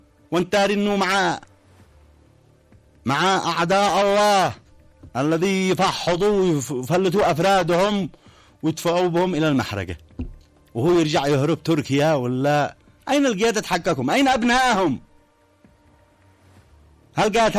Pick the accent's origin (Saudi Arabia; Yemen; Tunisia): Yemen